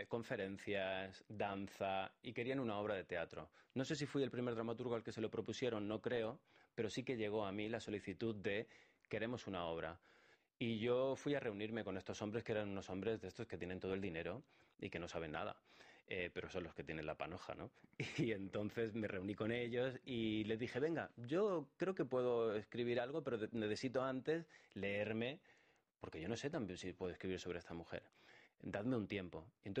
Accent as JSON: {"language": "Spanish", "country": "Spain", "said": "Yo, como cualquier español"}